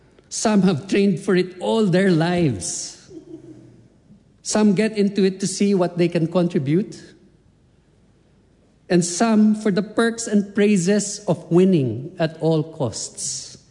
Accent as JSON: {"language": "English", "country": "Philippines", "lives_now": "New Zealand", "said": "I was invited to speak as the Filipino-New Zealander MP at the Filipino Diaspora Conference"}